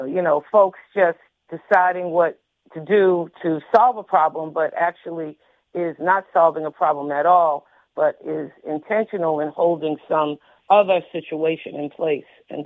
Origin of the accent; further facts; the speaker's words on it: Boston, Massachusetts, United States; my hometown area of Roxbury, Boston